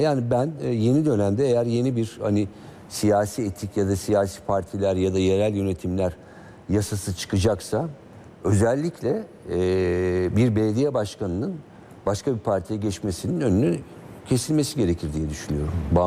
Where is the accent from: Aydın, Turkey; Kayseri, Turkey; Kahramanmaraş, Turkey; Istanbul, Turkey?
Aydın, Turkey; Ama yani şimdi işte Aydın'daki seçmen, ki ben Aydınlıyım.